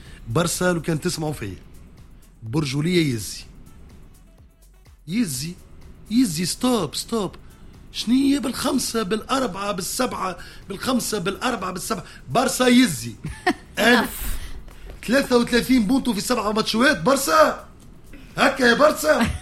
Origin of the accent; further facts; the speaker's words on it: Tunisia; انا من تونس